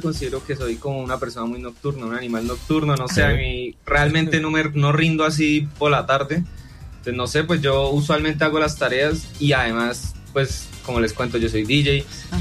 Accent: Bucaramanga, Santander, Colombia; soy de Bucaramanga.

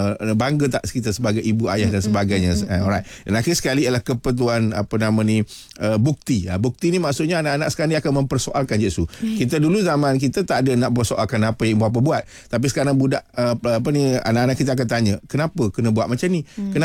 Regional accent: Kelantan, Malaysia; kita sebagai orang Kelantan ni

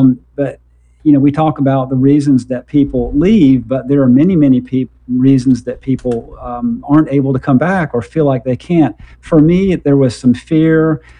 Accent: South Carolina, United States; And I grew up near Charleston, South Carolina.

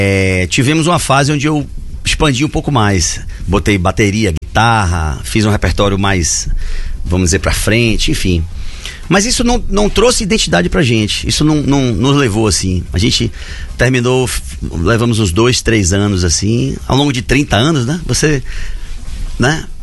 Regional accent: Salvador, Bahia, Brazil; porque eu sou de Salvador, eu sou um soteropolitano, né?

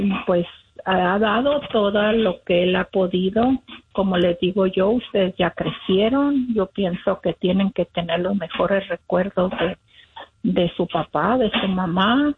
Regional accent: Chihuahua, Mexico; also born or lived in Los Angeles; now in Denver, United States

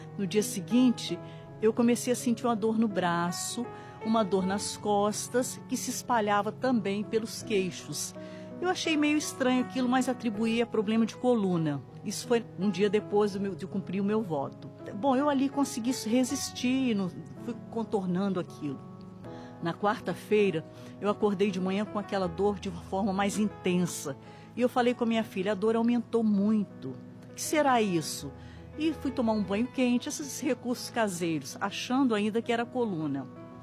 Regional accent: Espírito Santo, Brazil; now in São Paulo, Brazil; Eu sou natural do Espírito Santo e moro em São Paulo, no Jardim Paulista.

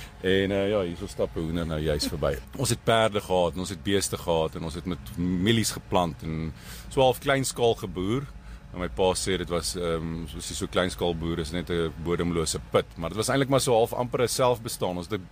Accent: Pretoria, Gauteng, South Africa; En ons het groot geword hier in Pretoria, nie ver van hier af nie, in Ferry Glen.

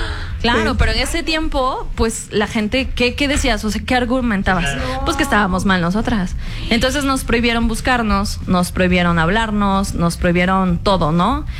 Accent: Ángel R. Cabada, Veracruz, Mexico; moved away; also born or lived in Xalapa, Veracruz; Yo soy de un pueblito en Veracruz que se llama Ángel R. Cavada, Veracruz.

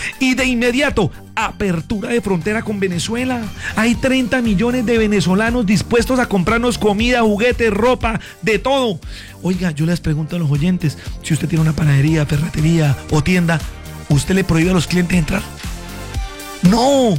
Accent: Colombia; Somos colombianos dueños de este país y nos han tratado como perros. Nos han tratado como lo peor y somos dueños de este país.

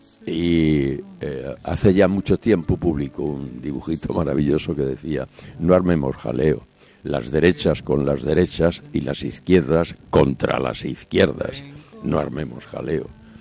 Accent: Chinchón, Community of Madrid, Spain; Su bisabuela era de Valdelaguna y yo soy de Chinchón, o sea, un pueblo muy cerca del mío. A él le crió su abuela y a mí la mía.

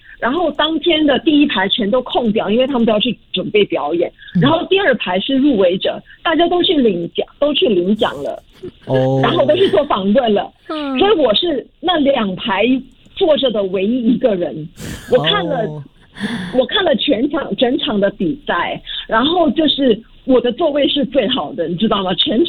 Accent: Singapore; 我们是新加坡人，谁说我们的中文不好？

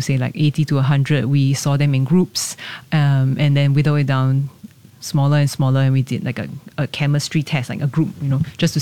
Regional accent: Singapore; moved away; growing up in Singapore, I think is extremely unique.

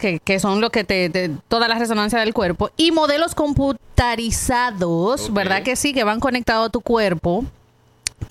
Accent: Dominican Republic; moved away; Nosotros como dominicanos siempre soñábamos de venir a Estados Unidos, ¿verdad? Y Nueva York.

